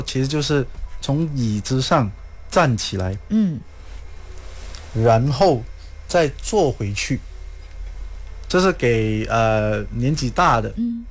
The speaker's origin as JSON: {"language": "Chinese", "country": "Malaysia", "said": "当然另外一点就是我们马来西亚人很多都是吃饭的嘛"}